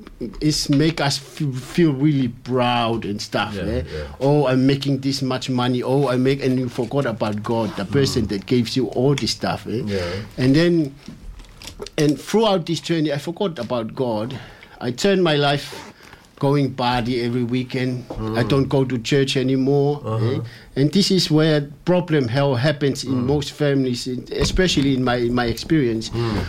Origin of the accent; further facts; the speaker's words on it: Tonga; before I came from Tonga, I can see beautiful girls